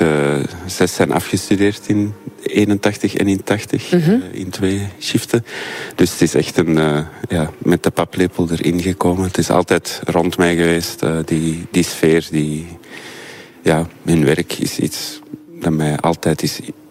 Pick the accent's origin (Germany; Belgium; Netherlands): Belgium; Antwerp, Flanders; Ja, dat is echt mijn thuisstad. Ik ben hier geboren en getogen.